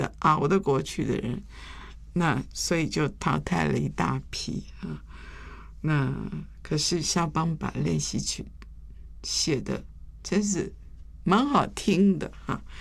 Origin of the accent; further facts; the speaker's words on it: Taiwan; 所以我记得我在这个眷村里面长大的时候，我一学琴一票的所有眷村的小孩子跟我同年都去学了